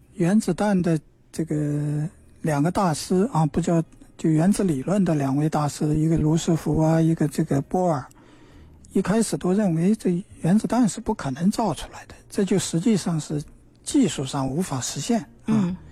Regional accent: China; 我们中国人的语境经常是说科技科技啊

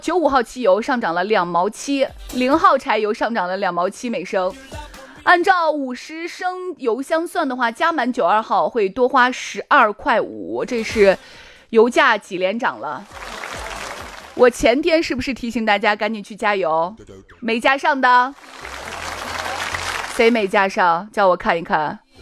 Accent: Shaanxi, China; 这就是咱们陕西人狂喜

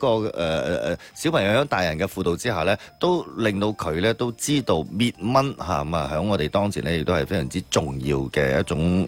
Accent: Guangdong, China; 所以即系作为我哋广东人啦，咁啊煲汤咧就是、最有一手嘅吓。

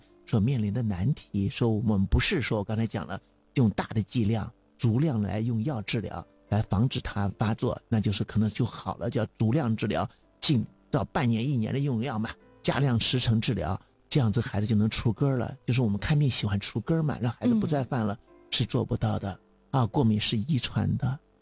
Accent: Jiangsu, China; 因为我是江苏人啊，

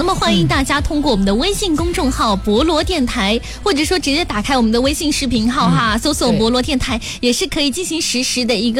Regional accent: Guangdong, China; 特别是对于咱们是广东人来说啊，咱们广东就是感受不到秋天的嘛

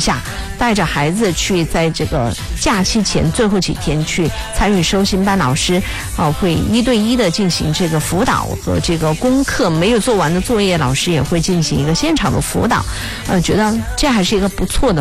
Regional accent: Jiangsu and Zhejiang, China; 我们江浙话叫卖烟筋儿啊

